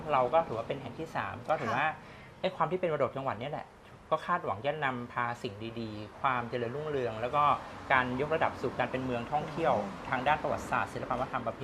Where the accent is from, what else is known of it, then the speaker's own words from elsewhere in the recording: Phe, Rayong, Thailand; ชุมชนบ้านเพที่โตมาอยู่โตที่เพเติบโตที่ระยอง